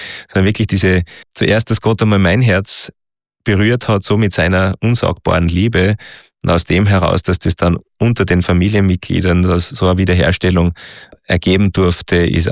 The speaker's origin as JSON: {"language": "German", "country": "Austria", "said": "Nein, das war ein großer Krieg, also bei uns in Österreich vor allem zwischen die zwei Verbände."}